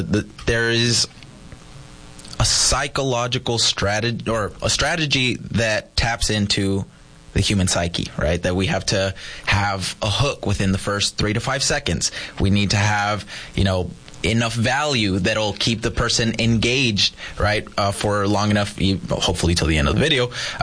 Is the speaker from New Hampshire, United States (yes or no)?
no; San Luis, Arizona, United States; So I grew up in between borders, right? I used to live in San Luis Rio Colorado, Sonora, and had to cross the border almost every single day just to get to school in San Luis, Arizona, and that's where I grew up.